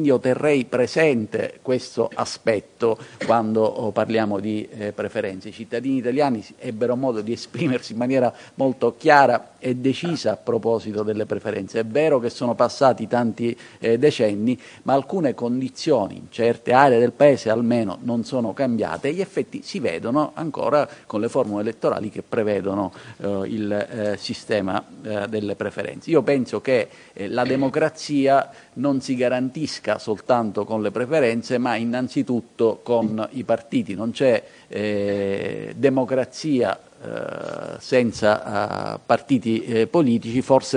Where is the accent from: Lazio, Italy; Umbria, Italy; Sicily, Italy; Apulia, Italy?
Sicily, Italy; Io provengo da una regione del sud, provengo dalla Sicilia